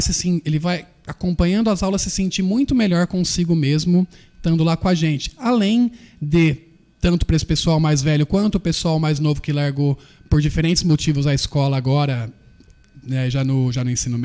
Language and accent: Portuguese; Barra Bonita, São Paulo, Brazil; also born or lived in Jaú; De Barra Bonita. Nasci em Jaú, mas a grande, maior parte da vida, Barra Bonita mesmo.